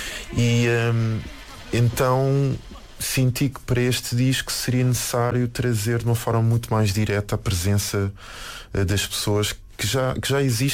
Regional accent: Cova da Moura, Lisbon, Portugal; born there; a minha família é da Somada. Eu nasci na Cova da Moura.

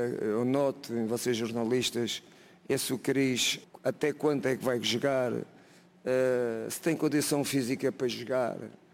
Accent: Portugal; Sou português, amo o meu país.

